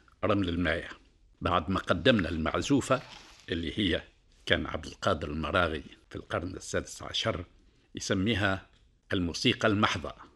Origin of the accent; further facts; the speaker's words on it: Tunisia; احنا عندنا في تونس